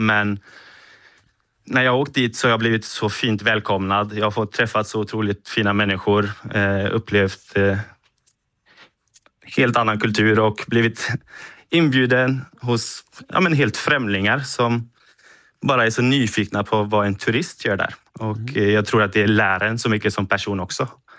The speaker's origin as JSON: {"language": "Swedish", "country": "Sweden", "said": "hemma i Sverige."}